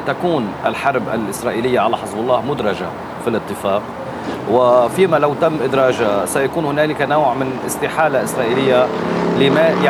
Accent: Lebanon

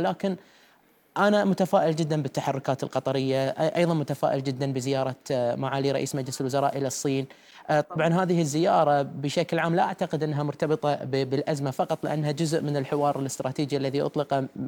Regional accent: Qatar; وأنا أيضا كقطري فخور جدا بهذا الشيء،

